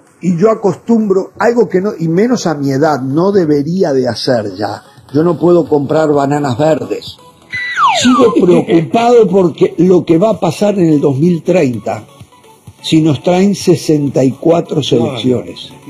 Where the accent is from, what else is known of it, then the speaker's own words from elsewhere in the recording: Uruguay; soy uruguayo, pero le voy a Argentina.